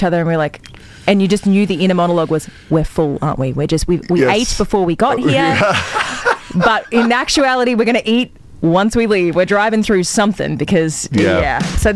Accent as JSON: {"language": "English", "country": "Australia", "said": "we're Australian"}